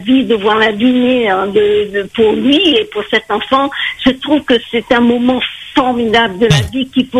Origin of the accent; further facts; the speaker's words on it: Saint-Paul, Réunion; à Saint-Paul, moi j'habite Saint-Paul, mais moi je suis née dans les Hauts-de-Saint-Paul, je suis née à 5 heures.